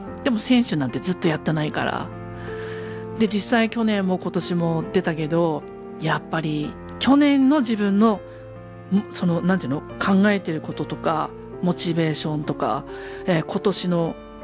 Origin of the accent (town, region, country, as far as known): Tsugaru, Aomori, Japan; born or raised there